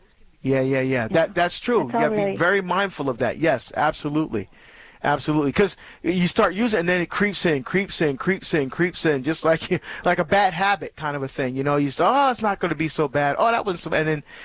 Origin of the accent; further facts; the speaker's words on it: New Jersey, United States; Well, I tell you, my home state of New Jersey is running the table today on the calls.